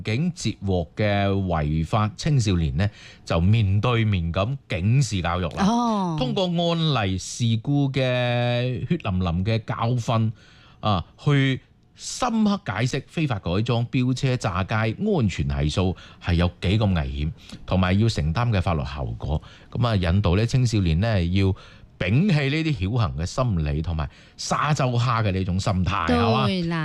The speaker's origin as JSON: {"language": "Cantonese", "region": "Guangdong", "country": "China", "said": "我哋廣東人講嘅叫做咩？壽星公吊頸。"}